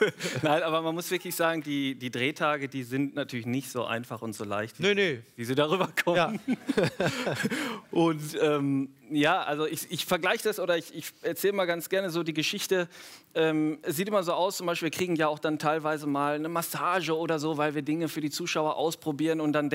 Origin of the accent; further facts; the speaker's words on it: Hattingen, North Rhine-Westphalia, Germany; Und habe dann aber gemerkt, wenn ich am Wochenende wieder in meiner Heimat war, das ist Töfte hier.